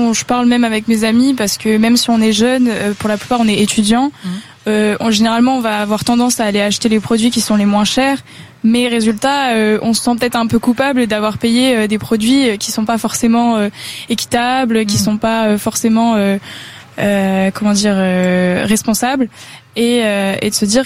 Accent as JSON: {"language": "French", "town": "Neuilly-sur-Seine", "region": "Île-de-France", "country": "France", "said": "Pas du tout, je suis de Neuilly-sur-Seine."}